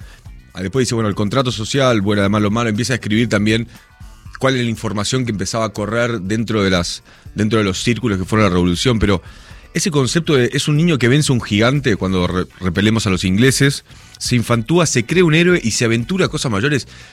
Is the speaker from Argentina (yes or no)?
yes; Argentina